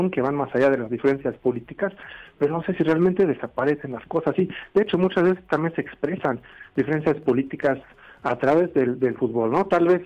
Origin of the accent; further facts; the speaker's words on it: Sweden; now in Mexico; yo soy de Suecia originalmente